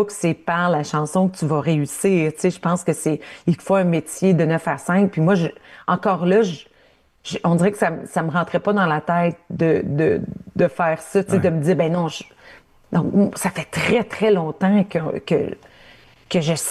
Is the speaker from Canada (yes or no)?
yes; Ontario, Canada